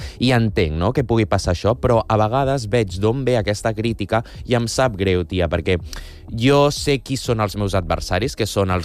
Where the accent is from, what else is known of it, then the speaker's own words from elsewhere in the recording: Barcelona, Catalonia, Spain; jo sempre dic que la gent que som de Barcelona, no, sembla que com que totes compartim que estimem molt la nostra ciutat i som molt de Barcelona, saps?